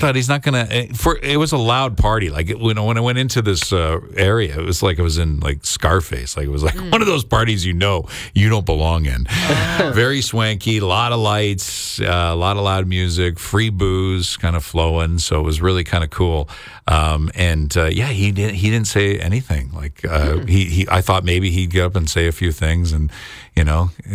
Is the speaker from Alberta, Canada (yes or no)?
no; Brampton, Ontario, Canada; Well, we're from Brampton. We're both from Brampton, so I called him Sir.